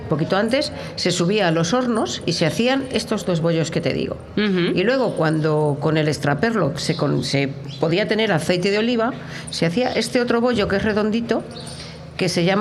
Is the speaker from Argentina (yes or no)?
no; Tordesillas, Castile and León, Spain; son de aquí de mi tierra. Estos bollos se hacían siempre en Tordesillas.